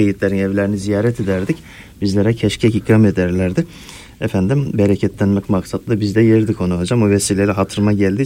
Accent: Osmaniye, Turkey; Biz hocam tabii Çukurova'da ben Osmaniyeliyim. Orada bayramlarda efendim keçi keserler.

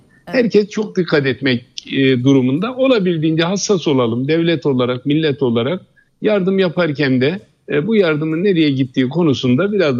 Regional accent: Elbistan, Kahramanmaraş, Turkey; benim memleketim Elbistan

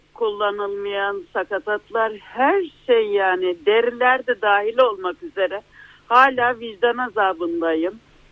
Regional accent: İzmir, Turkey; Yani biz o kadar kötü yönetiliyoruz ki ben İzmirliyim demekten nefret ediyorum.

